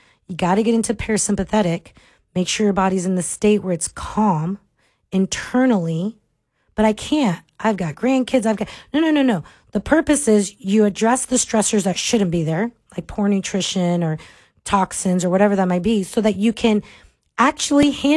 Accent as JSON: {"language": "English", "region": "Florida", "country": "United States", "said": "I'm from Florida"}